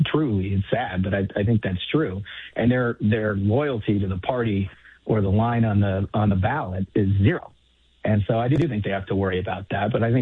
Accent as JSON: {"language": "English", "region": "Midwest", "country": "United States", "tie": "born or raised there", "said": "I grew up in the Midwest"}